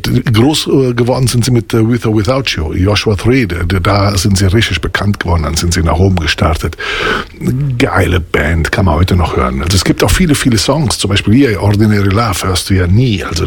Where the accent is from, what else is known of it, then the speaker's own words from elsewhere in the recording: Italy; Als Italiener muss man sagen, ich will klein bleiben, weil da brauche ich nicht arbeiten.